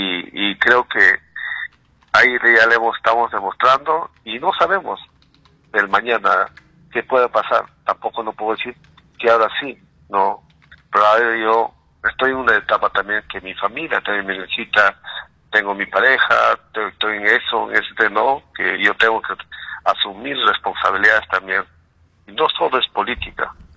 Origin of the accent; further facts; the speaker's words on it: Pichanaki, Junín, Peru; also born or lived in Sangani; Quiero bastante a Pichanaki, porque también ahí he estudiado, ahí también he crecido, como en Sangani. Somos dos pueblos, dos pueblos distritos, y somos el corazón de la Selva Central.